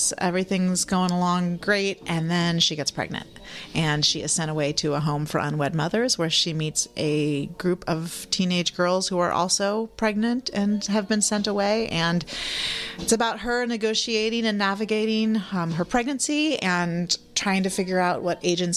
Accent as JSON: {"language": "English", "region": "California", "country": "United States", "tie": "born or raised there", "said": "You know, I grew up in the Bay Area."}